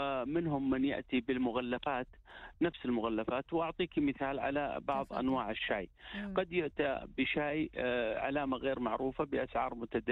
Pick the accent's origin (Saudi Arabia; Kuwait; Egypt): Saudi Arabia; اليوم إحنا في المملكة العربية السعودية